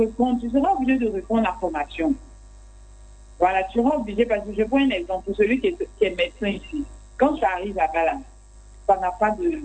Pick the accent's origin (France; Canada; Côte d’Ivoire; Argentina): Côte d’Ivoire; je suis ivoirienne